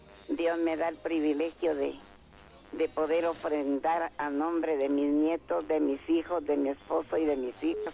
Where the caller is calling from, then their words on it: Guatemala City, Guatemala Department, Guatemala; Le estoy llamando de aquí de Concepción La Loma, zona 16.